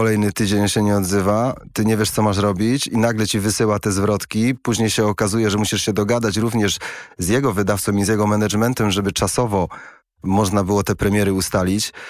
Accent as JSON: {"language": "Polish", "region": "England", "country": "United Kingdom", "tie": "born or raised there", "second_language": "Polish", "said": "bo też wychowywałem się w Anglii i przyjechałem z Anglii i to było po prostu dla mnie naturalne."}